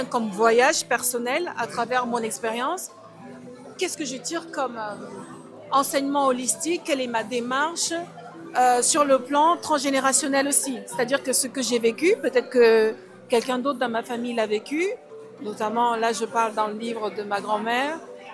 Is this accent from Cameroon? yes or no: yes; Cameroon; moved away as an adult; now in France; Alors, je suis camerounaise. Je suis en France depuis une vingtaine d'années maintenant.